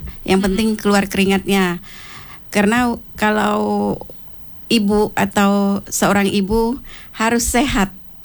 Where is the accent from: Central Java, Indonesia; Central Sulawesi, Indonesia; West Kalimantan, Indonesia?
West Kalimantan, Indonesia; Kapuas Hulu; now in Sintang, Indonesia; saya kan orang Kapuasulu.